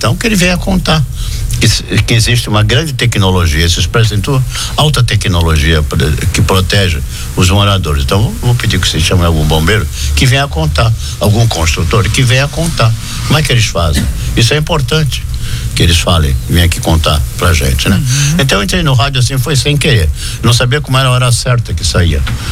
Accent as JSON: {"language": "Portuguese", "town": "Santos", "region": "São Paulo", "country": "Brazil", "moved": "as an adult", "lives_now": "Balneário Camboriú, Brazil", "said": "Eu sou de Santos e eu trabalhava em São Paulo, eu subia e descia"}